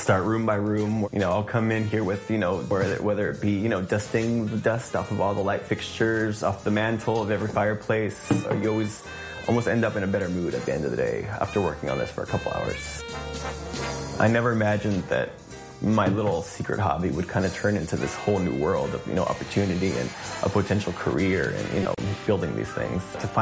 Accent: Alhambra, California, United States; born or raised there

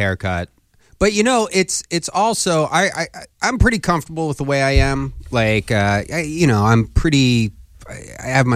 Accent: Philadelphia, Pennsylvania, United States; I grew up

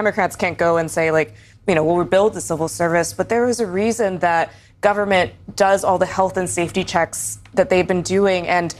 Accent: New Mexico, United States; my home state of New Mexico, one of the more rural and impoverished states in this country.

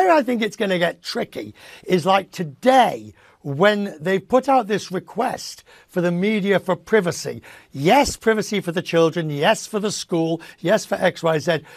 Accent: United Kingdom; even if it costs me as a British taxpayer as well, dear

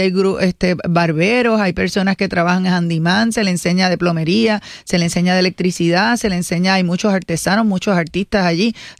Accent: Guayama, Puerto Rico; un saludo grande de mi parte, de Guayama.

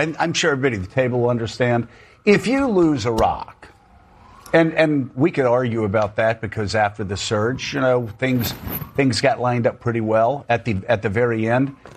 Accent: United States; you felt sort of the pain as an American who, talking about myself now, who went through that process

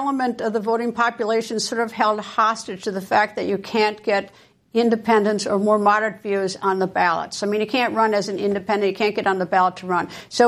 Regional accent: Wisconsin, United States; we have Francesca Hong in my home state who seems to be on her road to getting her nomination.

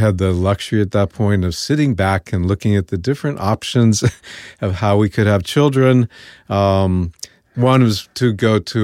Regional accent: Wilkes-Barre, Pennsylvania, United States; moved away as an adult; now in New York, United States; growing up in Wilkes-Barre in the 50s and 60s

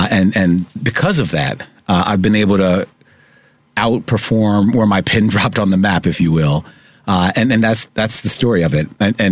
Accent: Chicago, Illinois, United States; I tell people Chicago, and you know this, as a lifelong Chicagoan, Chicago is a city

